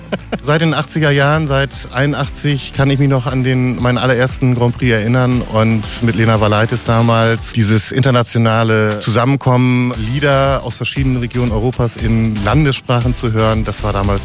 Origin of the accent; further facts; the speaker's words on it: Hürth, North Rhine-Westphalia, Germany; Ich komme aus Hürth